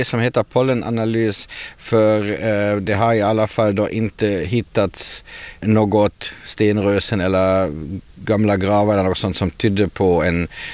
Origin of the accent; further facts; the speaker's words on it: Vörå, Ostrobothnia, Finland; så gjorde ni inte som i min hemkommun i Vörå